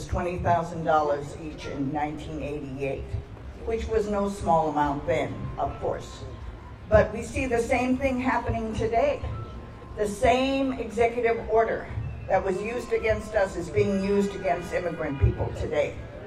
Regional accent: Los Angeles, California, United States; born there; also born or lived in Heart Mountain, Wyoming

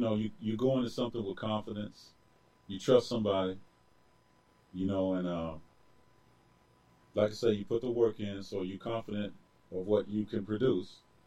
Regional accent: Greensboro, North Carolina, United States; I mean, I'm from Greensboro.

